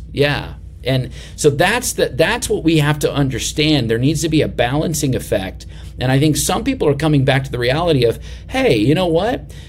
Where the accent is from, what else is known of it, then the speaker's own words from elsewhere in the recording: Dallas, Texas, United States; I grew up in the Dallas area.